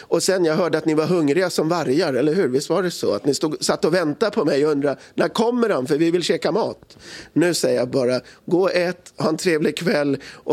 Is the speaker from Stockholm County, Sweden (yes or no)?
yes; Stockholm, Stockholm County, Sweden; Jag är från Stockholm